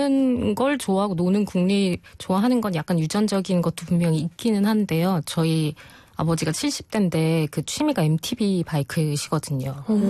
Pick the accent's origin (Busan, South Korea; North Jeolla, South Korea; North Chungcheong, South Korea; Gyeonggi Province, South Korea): North Jeolla, South Korea; Gunsan; now in Seoul, South Korea; 서울에서 태어났고 지금은 이제 제가 40대가 되면서 서울에서 산 시간이 가장 길지만 딱 유치원부터 그 고3까지 유년기는 전체를 아빠 직장 때문에 전라북도 군산이라는 소도시에서 지냈어요.